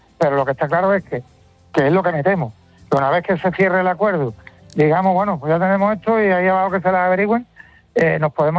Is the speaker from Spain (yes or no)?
yes; Spain; Si nosotros que somos españoles, o por ejemplo si fuéramos portugueses, estamos en espacio Schengen y podemos movernos con total libertad.